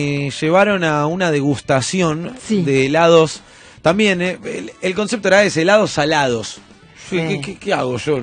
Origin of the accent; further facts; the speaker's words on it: Lomas de Zamora, Buenos Aires Province, Argentina; Yo soy de Loma